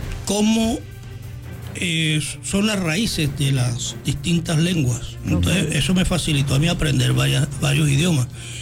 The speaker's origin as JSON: {"language": "Spanish", "town": "Barranquilla", "region": "Atlántico", "country": "Colombia", "tie": "born there", "said": "Yo nací en Rebolo y tuve todas las posibilidades para ser bandido como Lucho."}